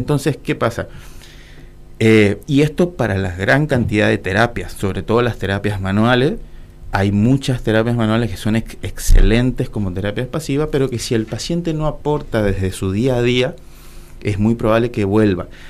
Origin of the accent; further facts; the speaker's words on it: Corrientes, Argentina; No, de donde yo vengo, pues yo soy del interior de Corrientes, había taekwondo